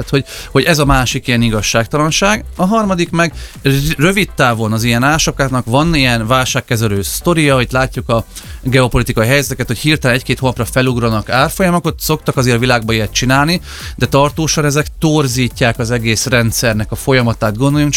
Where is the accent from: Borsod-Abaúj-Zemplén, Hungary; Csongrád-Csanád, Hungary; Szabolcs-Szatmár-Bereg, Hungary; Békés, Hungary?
Csongrád-Csanád, Hungary; Szentes; én is Szentesi tanyavilágból származok, tehát termelünk, van egy ilyen bekötődésem